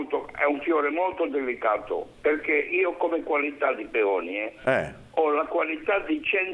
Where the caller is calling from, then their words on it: Liguria, Italy; sono un ligure doc.